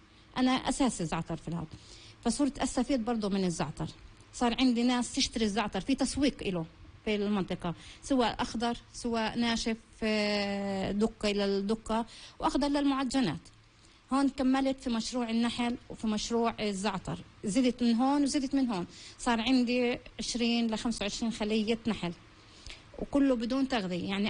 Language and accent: Arabic; Palestine; احنا كفلسطينيين